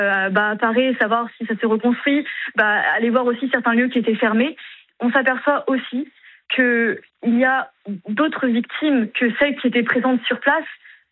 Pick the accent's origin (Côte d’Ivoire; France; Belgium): France; J'ai toujours pensé qu'il fallait, je suis française, être juive dans le privé